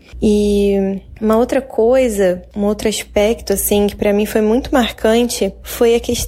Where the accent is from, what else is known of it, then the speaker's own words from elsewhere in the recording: Petrópolis, Rio de Janeiro, Brazil; eu tenho 33 anos, eu sou natural de Petrópolis